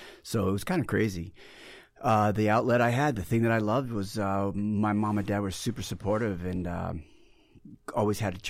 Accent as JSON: {"language": "English", "region": "Massachusetts", "country": "United States", "tie": "born or raised there", "said": "which is only 40 minutes from where I grew up in Massachusetts."}